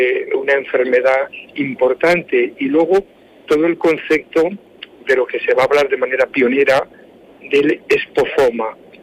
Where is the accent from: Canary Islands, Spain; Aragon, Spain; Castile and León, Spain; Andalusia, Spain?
Aragon, Spain; Teruel; moved away; camino de Teruel, que es mi tierra.